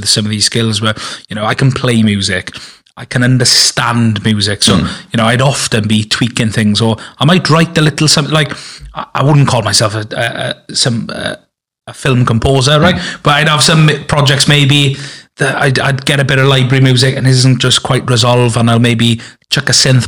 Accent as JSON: {"language": "English", "region": "Wales", "country": "United Kingdom", "said": "as a Welsh filmmaker."}